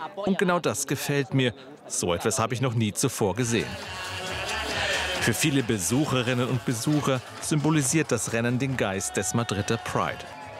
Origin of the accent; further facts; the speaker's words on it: Peru; now in Germany; Ich komme aus Peru und mir gefällt es hier sehr gut. Denn in meinem Land gibt es keine Veranstaltungen dieser Größenordnung.